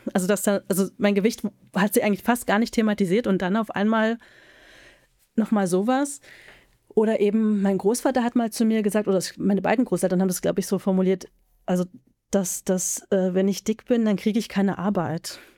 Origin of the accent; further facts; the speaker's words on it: Halle, Saxony-Anhalt, Germany; ich komme aus Halle, wir waren, meine Mutter kommt aus Berlin und da war so der Rest oder war und ist der Rest der Familie.